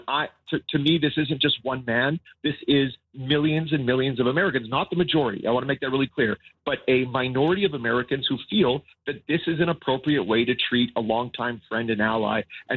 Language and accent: English; Canada